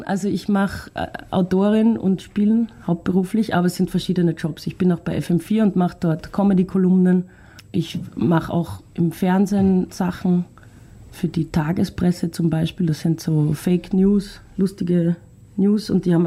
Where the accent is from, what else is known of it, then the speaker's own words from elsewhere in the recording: Graz, Styria, Austria; moved away as an adult; now in Vienna, Austria; Und dann sind wir beide aus Graz, und wir sind nach dem Bachelor beide nach Wien gezogen.